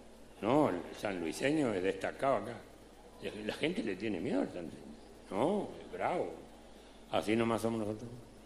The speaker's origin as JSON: {"language": "Spanish", "region": "Chaco", "country": "Argentina", "said": "nosotros antes fuimos territorio nacional del Chaco, antes de ser provincia."}